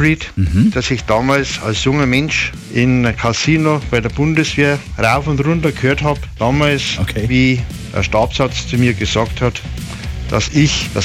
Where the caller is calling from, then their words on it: Reitenbuch, Bavaria, Germany; bin aus Reitenbuch, das ist in Mittelfranken.